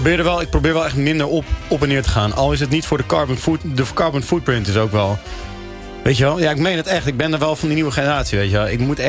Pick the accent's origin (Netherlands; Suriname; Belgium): Netherlands; Amsterdam, North Holland; Want als Amsterdammer is dat echt een genante vertoning.